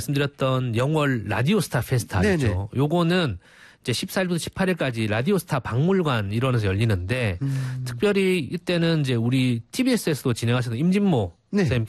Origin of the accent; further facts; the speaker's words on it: Busan, South Korea; 제가 또 이제 원래 집이 부산이지 않습니까?